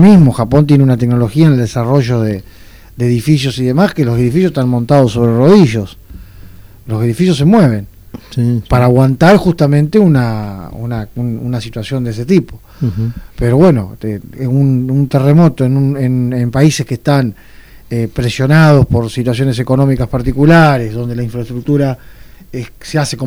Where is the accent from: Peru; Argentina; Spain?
Argentina; Y en particular como argentino también